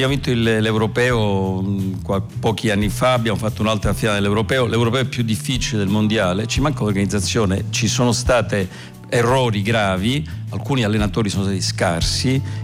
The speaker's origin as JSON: {"language": "Italian", "town": "Palermo", "region": "Sicily", "country": "Italy", "tie": "born or raised there", "said": "Io ero un ragazzo di periferia perché sono cresciuto a Palermo, dove c'era la casa dei miei, subito dopo cominciavano i giardini degli agrumi, era l'ultimo palazzo"}